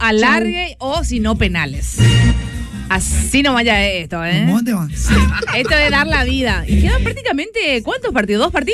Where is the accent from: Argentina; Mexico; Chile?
Argentina; born there; moved away; Nací en Argentina, sí. Viviendo aquí hace 6 años